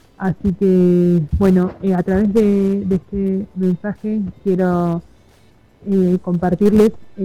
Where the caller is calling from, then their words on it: Capilla, Córdoba, Argentina; vivo en Capilla hace 11 años